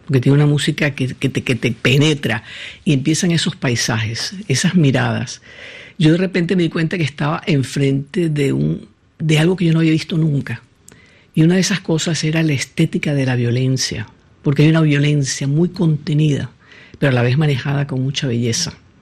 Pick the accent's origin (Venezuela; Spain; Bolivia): Venezuela; moved away; yo no soy inglesa, yo soy venezolana.